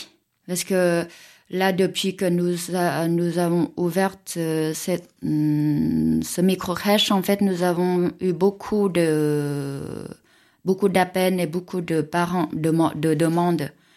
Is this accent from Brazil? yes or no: no; Vietnam; French is a second language; moved away as an adult; now in Chartres, France; on est toutes vietnamiennes.